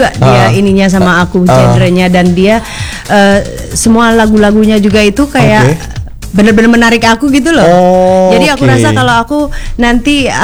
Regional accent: Batu, East Java, Indonesia; kampung halaman aku di Batu.

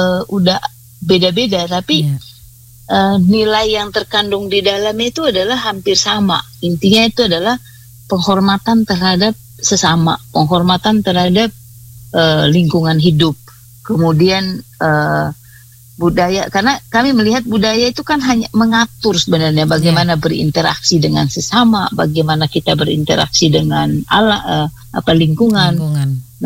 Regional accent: Manggarai, East Nusa Tenggara, Indonesia; identitas kita sebagai orang Manggarai atau sebagai orang NTT pada umumnya.

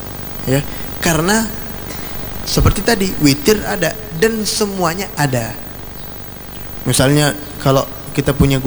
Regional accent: Banjar, South Kalimantan, Indonesia; saya orang Banjar

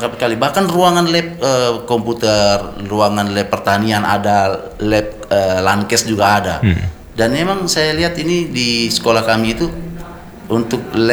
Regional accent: Indonesia; di kampung saya itu di Desa Purang itu memang di situ mayoritas masyarakatnya itu terjun di dunia pertanian.

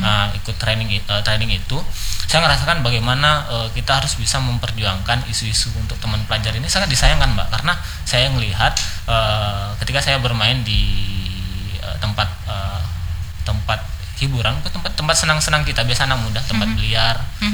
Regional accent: East Kalimantan, Indonesia; now in Samarinda, Indonesia; saya kan lahir sebenarnya bukan di Samarinda, tapi saya lahir di Kukar, Kutai Kartanegara. Saya orang asli Kutai memang

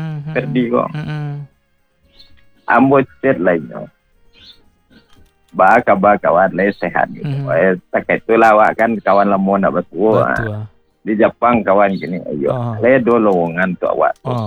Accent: West Sumatra, Indonesia; ayah saya orang Purwokerto, Jawa Tengah.

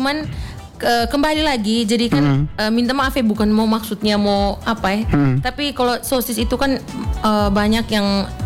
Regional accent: Flores, East Nusa Tenggara, Indonesia; kita orang Flores, orang Timur

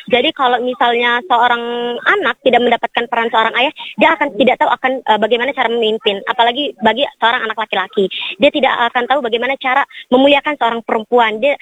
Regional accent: Bima, West Nusa Tenggara, Indonesia; now in Mataram, Indonesia; karena saya sendiri berasal dari kota Bima.

